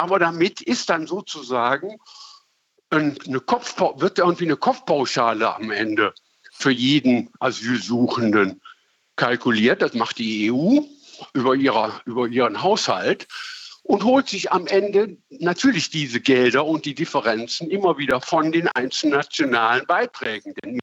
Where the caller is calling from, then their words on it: Neuss, North Rhine-Westphalia, Germany; Ich rufe aus Neuss an.